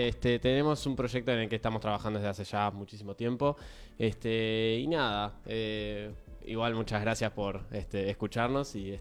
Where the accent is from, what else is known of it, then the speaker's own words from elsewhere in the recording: Quilmes, Buenos Aires Province, Argentina; yo soy de Quilmes